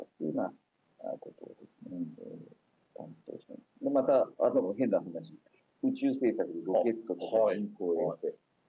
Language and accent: Japanese; Godo, Gifu, Japan; also born or lived in Aichi; 生まれは、はい、一県の、あんぱち、合同町というところが、私の、はい、元々の実家。